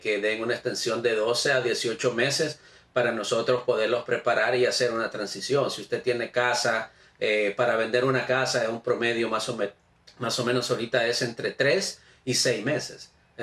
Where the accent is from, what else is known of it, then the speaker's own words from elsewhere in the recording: El Salvador; now in Massachusetts, United States; la administración en estos momentos no está viendo los aportes que hacemos como comunidad salvadoreña a este gran país.